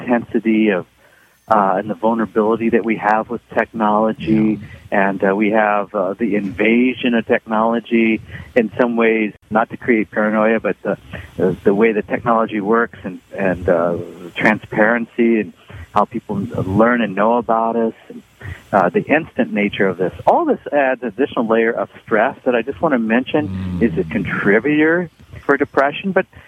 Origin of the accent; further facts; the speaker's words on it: Seattle, Washington, United States; I'm from Seattle. People drink coffee here.